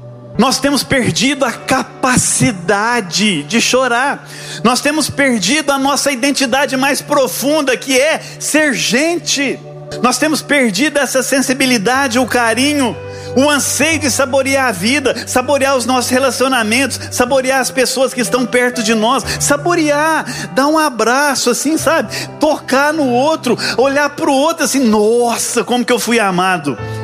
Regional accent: Campo Belo, Minas Gerais, Brazil; eu sou de Campo Belo, 300 quilômetros daqui, sou mineiro.

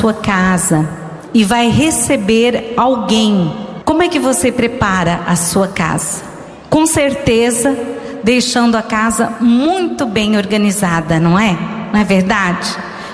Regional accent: Rio Grande do Sul, Brazil; moved away; eu sou gaúcha

